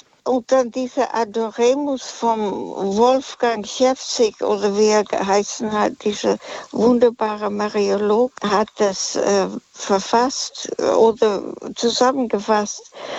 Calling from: Munich, Bavaria, Germany; ich rufe aus München.

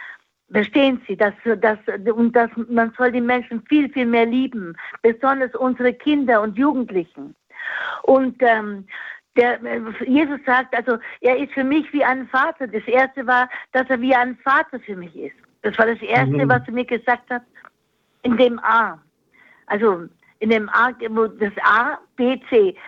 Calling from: Nuremberg, Bavaria, Germany; ich wohne in Nürnberg.

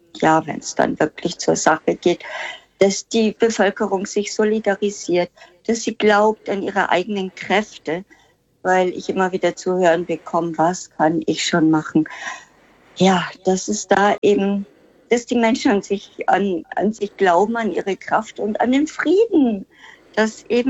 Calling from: Kaufbeuren, Bavaria, Germany; Ich rufe aus Kaufbeuren an.

